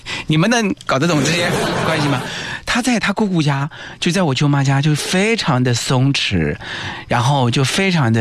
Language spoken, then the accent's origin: Chinese; China; 我们中国人